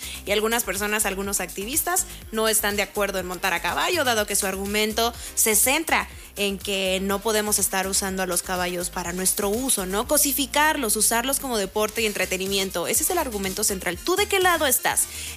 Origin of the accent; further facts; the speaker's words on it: Mexico; qué combinaciones tan raras de verdad que nosotros tenemos como mexicanos.